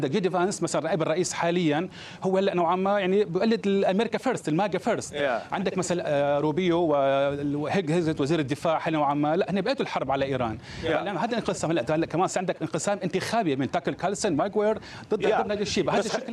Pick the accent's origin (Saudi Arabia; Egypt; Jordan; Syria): Syria; now in Michigan, United States; مش أنا سوري مش لبناني، مع احتياطنا أهلنا اللي بلبنان بلاد الشام. طبعا احنا، انا احب اقول لك انه نحن هلا ميشيغان هي عاصمه العرب في امريكا.